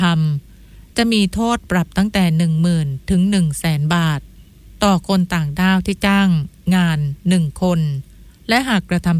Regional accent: Southern Thailand, Thailand; ในพื้นที่14จังหวัดภาคใต้ที่พวกเราชาวใต้สูญเสียโอกาสมาอย่างยาวนาน

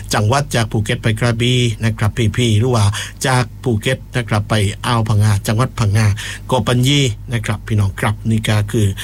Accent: Phuket, Thailand

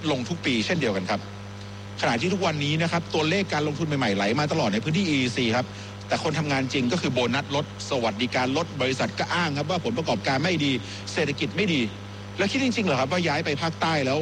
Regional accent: Eastern Thailand, Thailand; ผมในฐานะคนตะวันออกที่เจอมาก่อนครับ

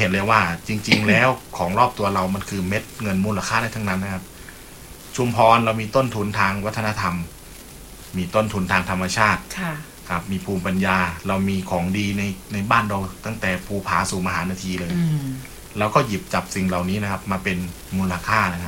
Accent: Roi Et, Thailand; เดิมคนร้อยเอ็ดครับผมคนอีสาน

